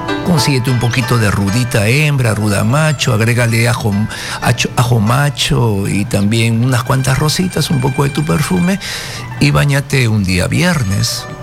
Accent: China; Para nosotros los chinos

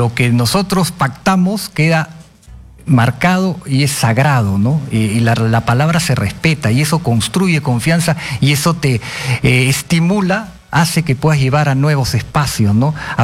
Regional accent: Peru; Y eso es lo que necesitamos hoy día hacer como peruanos.

